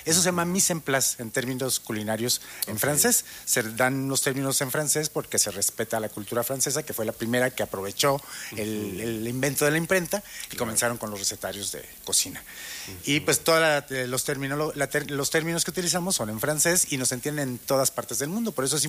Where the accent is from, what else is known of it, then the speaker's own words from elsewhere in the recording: Morelia, Michoacán, Mexico; Yo soy originario de Morelia.